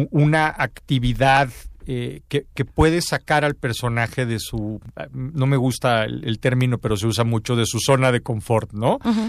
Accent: Torreón, Coahuila, Mexico; la ciudad de Torreón, que es de donde yo soy

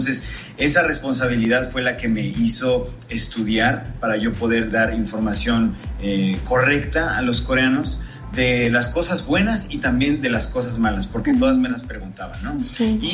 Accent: Mexico; moved away as an adult; also born or lived in South Korea; me puso frente a los ojos de los coreanos como el representante de México

